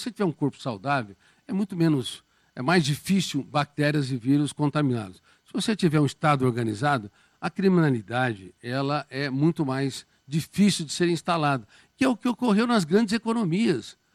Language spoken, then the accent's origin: Portuguese; Colina, São Paulo, Brazil; born there; na minha querida cidade, onde eu nasci, Colina.